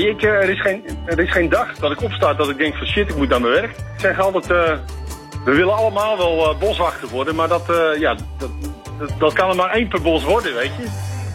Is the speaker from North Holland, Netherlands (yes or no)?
yes; Volendam, North Holland, Netherlands; Ik ben geboren en getogen in Volendam. Ik ben net 47 jaar oud geworden.